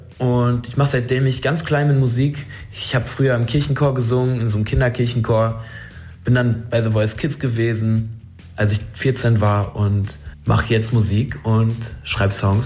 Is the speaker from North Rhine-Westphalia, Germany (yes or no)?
yes; Dortmund, North Rhine-Westphalia, Germany; born there; now in Hamburg, Germany; ich bin 22 Jahre alt, komme gebürtig aus Dortmund, wohne jetzt mittlerweile in Hamburg